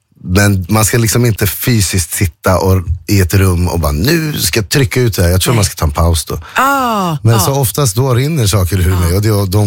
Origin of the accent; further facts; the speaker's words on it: Uppsala, Uppsala County, Sweden; now in Stockholm, Sweden; Uppsala, där jag kommer ifrån. Om hur det är att lämna sin stad. Och nu var det länge sedan jag flyttade till Stockholm till exempel.